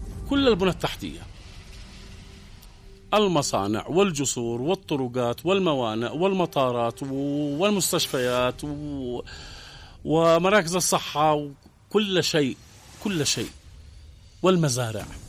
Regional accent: Yemen

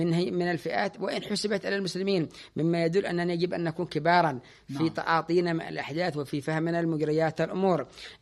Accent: Yemen; عندنا في اليمن

